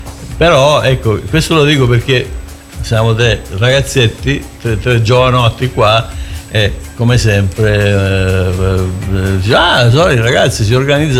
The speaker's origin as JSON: {"language": "Italian", "town": "Reggio Calabria", "region": "Calabria", "country": "Italy", "tie": "born there", "said": "No, io sono nato, vivo a Reggio Calabria felicemente"}